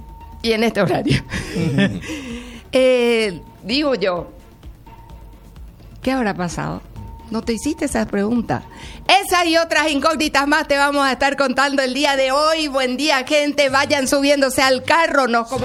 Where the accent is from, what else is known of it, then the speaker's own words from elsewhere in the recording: Paraguay; somos paraguayos